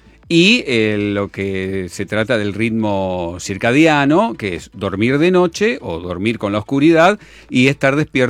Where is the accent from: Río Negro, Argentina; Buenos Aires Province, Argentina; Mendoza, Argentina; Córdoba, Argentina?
Buenos Aires Province, Argentina; Berazategui; born there; moved away; Porque donde naciste, yo por ejemplo a Berazategui hace mucho que no voy.